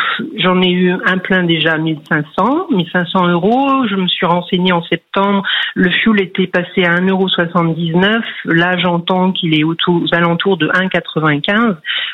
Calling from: Woippy, Grand Est, France; Alors, j'appelle de Voipy, qui se trouve en Moselle, près de Metz.

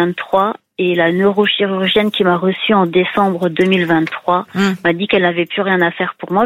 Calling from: Grand Est, France; Dans le Grand Est.

